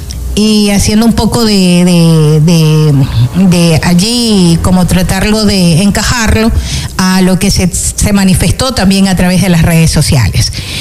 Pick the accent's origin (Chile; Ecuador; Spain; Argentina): Ecuador; nosotros como ecuatorianos creo que siempre hemos mostrado que somos personas de bien